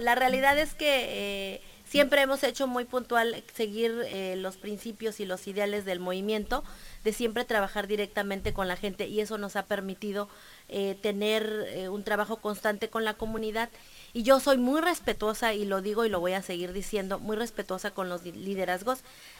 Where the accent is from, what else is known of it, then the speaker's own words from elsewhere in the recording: Tijuana, Baja California, Mexico; born there; yo tuve la bendición de nacer aquí en Tijuana.